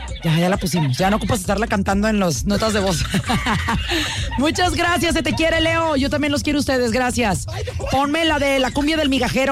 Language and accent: Spanish; Mazatlán, Sinaloa, Mexico; gracias por escucharme hasta mi tierra, Mazatlán, Sinaloa.